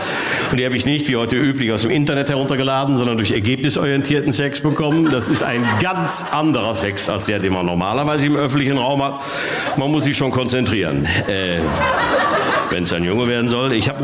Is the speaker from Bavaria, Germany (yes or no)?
no; Bochum, North Rhine-Westphalia, Germany; Ich komme ja aus Bochum